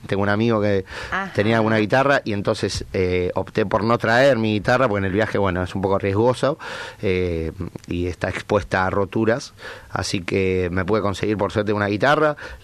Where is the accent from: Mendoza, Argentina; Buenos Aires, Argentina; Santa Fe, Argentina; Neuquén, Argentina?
Buenos Aires, Argentina; Me vengo desde la ciudad de Buenos Aires, desde el barrio de Almagro, barrio de tango.